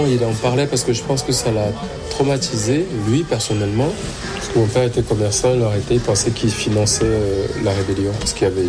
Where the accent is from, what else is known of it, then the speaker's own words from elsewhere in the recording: West, Cameroon; moi je suis camerounais, je suis bamélique, je suis de l'Ouest.